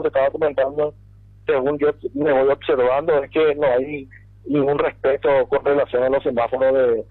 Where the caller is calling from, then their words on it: Presidente Franco, Alto Paraná, Paraguay; Ciudad del Este, Franco. Yo vivo en Franco, la empresa en Ciudad del Este